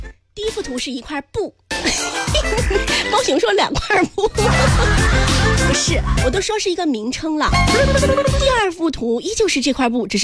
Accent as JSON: {"language": "Chinese", "town": "Meishan", "region": "Sichuan", "country": "China", "tie": "born or raised there", "moved": "yes", "lives_now": "Huizhou, China", "said": "因为我的家乡就是在四川眉山。"}